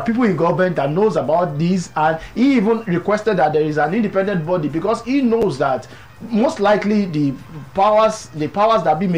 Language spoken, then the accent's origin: English; Nigeria; as a Nigerian